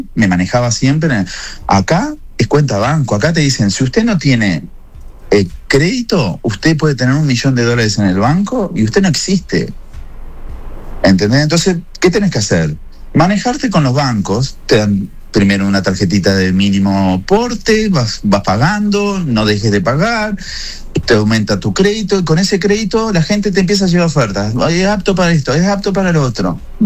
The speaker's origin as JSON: {"language": "Spanish", "region": "Maldonado", "country": "Uruguay", "moved": "yes", "lives_now": "Miami, United States", "said": "yo soy de Maldonado. Punta del Este es una cosa, y donde yo vivía, Maldonado es otra."}